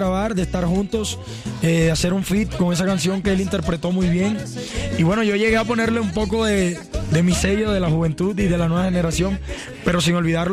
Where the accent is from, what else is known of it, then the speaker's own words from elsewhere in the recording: La Guajira, Colombia; Tengo 23 añitos, pero vengo de La Guajira.